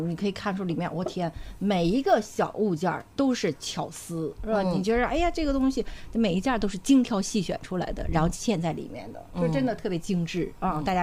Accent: Dalian, Liaoning, China; 因为我是土生土长的大连人，小的时候也是经常夏天去海边啊什么的，

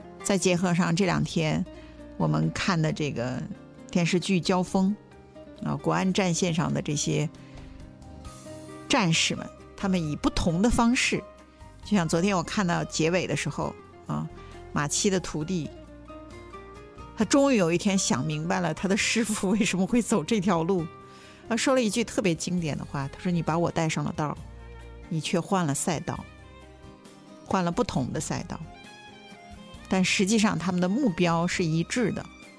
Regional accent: Dalian, Liaoning, China; 这就是我们大连人的气质，这就是我们大连人爱球的气质，

